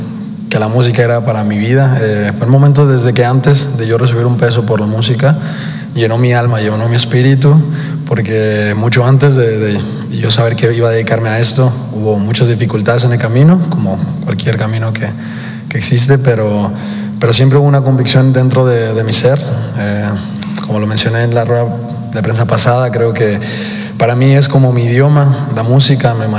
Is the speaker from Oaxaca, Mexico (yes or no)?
no; Torreón, Coahuila, Mexico; venimos de la calle de Torreón, venimos de los autobuses. Los autobuses de mi ciudad, la verdad, son un poquito caóticos